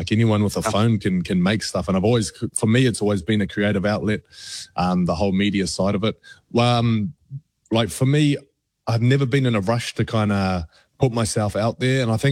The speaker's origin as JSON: {"language": "English", "region": "Auckland", "country": "New Zealand", "said": "Like, I'm from Auckland, you know. I spent my weekends growing up in Otara. I lived in Howick. I lived, you know, I'm an East Side boy."}